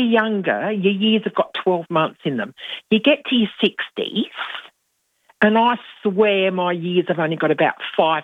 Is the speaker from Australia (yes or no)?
yes; Whyalla, South Australia, Australia; moved away as an adult; now in Adelaide, Australia; I'm originally from Whyalla